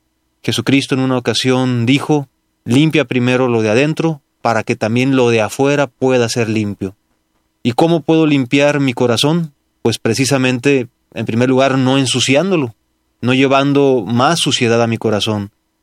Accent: Mexico

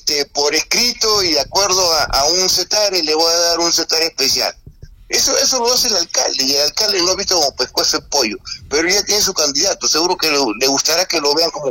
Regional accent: Arequipa, Peru; de acuerdo a la experiencia que tengo como taxista y como empresario y como ciudadano arequipeño

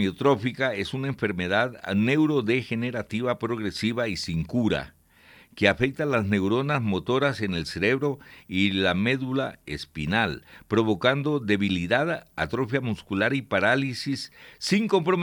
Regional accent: Colombia

